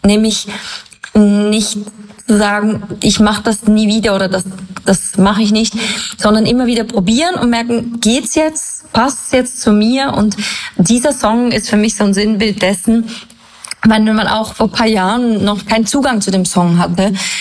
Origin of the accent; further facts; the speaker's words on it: Switzerland; Ich bin Schweizerin, ich liebe meine Heimat.